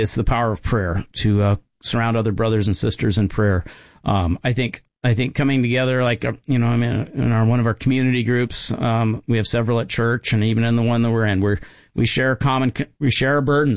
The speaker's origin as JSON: {"language": "English", "town": "Harvey", "region": "North Dakota", "country": "United States", "tie": "born or raised there", "also_born_or_lived": "Seattle", "said": "Well, my first memories are growing up in North Dakota. My dad was a pastor, and I remember about 4 years old, I remember moving out from the Seattle area to a little tiny town called Harvey, North Dakota."}